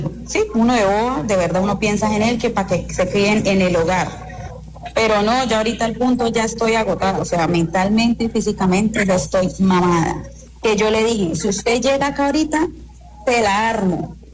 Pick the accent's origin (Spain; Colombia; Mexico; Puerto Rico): Colombia; Cúcuta, Norte de Santander; Yo soy de Cúcuta.